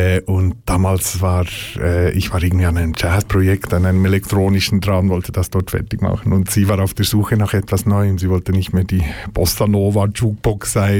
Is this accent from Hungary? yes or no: no; Switzerland